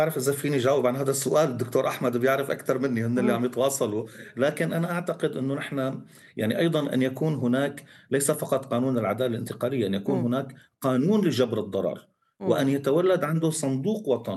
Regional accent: Syria; مسؤوليتنا نحن كسوريين

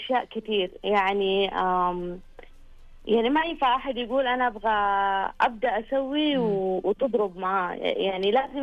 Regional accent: Jeddah, Makkah Province, Saudi Arabia; now in Riyadh, Saudi Arabia; طيب بدأت أنا نقلت من جدة للرياض، فكان عندي حنين لجدة

